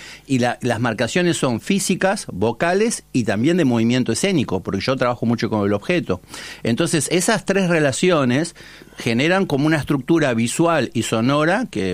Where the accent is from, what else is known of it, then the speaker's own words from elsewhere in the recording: Buenos Aires, Argentina; Capital, San Cristóbal, sí. Y vivo acá a unas cuadras, en Colegiales, en la calle Maure.